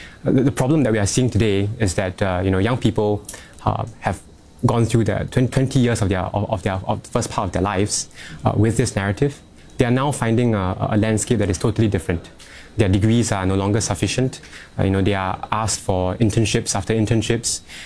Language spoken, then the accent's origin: English; Singapore; I grew up in the Singapore education system, right, from primary one all the way till now.